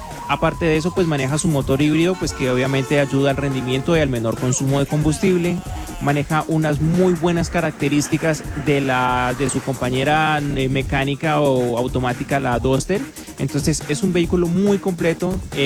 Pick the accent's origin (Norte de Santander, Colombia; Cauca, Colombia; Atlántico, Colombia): Cauca, Colombia; Popayán; now in Neiva, Colombia; Yo soy de Popayán.